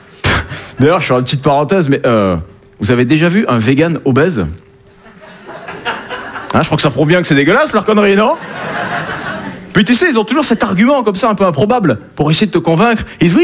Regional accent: south of France, France; je viens du sud de la France

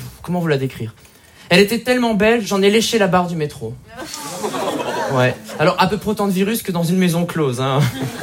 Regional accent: Menton, Provence-Alpes-Côte d'Azur, France; Je viens de la Côte d'Azur. Une petite ville s'appelle Menton, à la frontière italienne. C'est très joli, hein.

